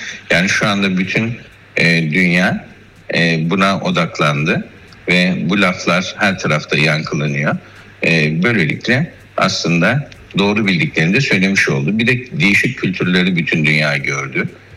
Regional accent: Black Sea Region, Turkey; Özellikle ben Karadenizliyim ya.

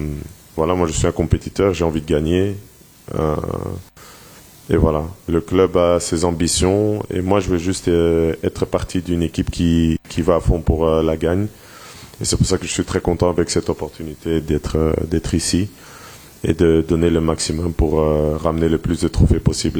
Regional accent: Brussels, Brussels-Capital Region, Belgium; now in Turkey; je viens de Bruxelles, donc pour moi, à Bruxelles d'où je viens, il y a trois grosses communautés. La communauté congolaise, marocaine et turque.

